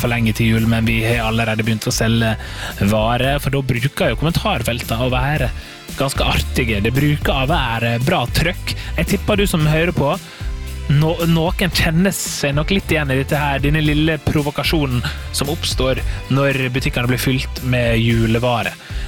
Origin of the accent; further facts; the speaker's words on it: Møre og Romsdal, Norway; altså i nabobygda der jeg kommer fra, er det litt av, der er jeg bygd som heter Gursken